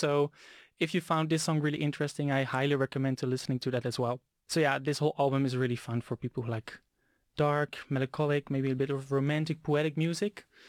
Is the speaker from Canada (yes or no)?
no; Netherlands; I'm from the Netherlands and I'm a first-year master design student at HTK Vaarland.